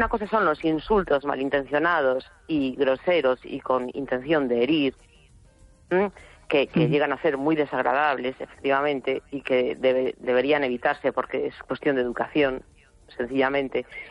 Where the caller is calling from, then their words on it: A Coruña, Galicia, Spain; de La Coruña.